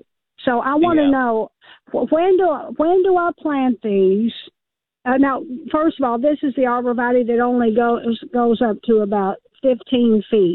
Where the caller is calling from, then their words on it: Mount Sterling, Kentucky, United States; I'm calling from Mount Sterling, Kentucky